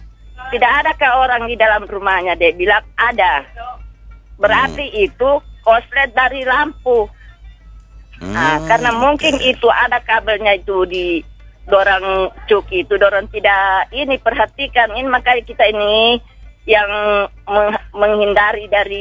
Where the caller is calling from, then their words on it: Kendari, Southeast Sulawesi, Indonesia; Sulawesi Tenggara, Kendari. Saya di bagian Sindang